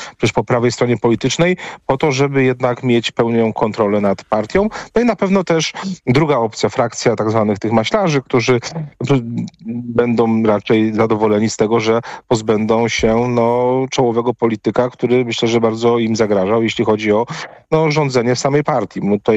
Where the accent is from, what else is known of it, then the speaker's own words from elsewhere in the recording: Poznań, Greater Poland Voivodeship, Poland; jestem z Poznania